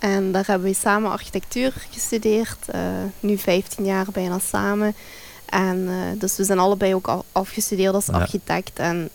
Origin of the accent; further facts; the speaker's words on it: Bree, Flanders, Belgium; also born or lived in Genk / Ghent; Ik ben van pre-afkomstig, dus niet hier ver vandaan. En ik ben 29 jaar.